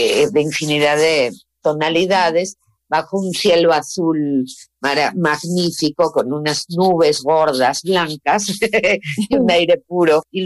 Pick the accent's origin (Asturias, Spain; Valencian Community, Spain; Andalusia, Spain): Asturias, Spain; moved away; also born or lived in Gijón; Yo nací en Gijón, en Asturias, y toda la vida me crié en aldeas de Asturias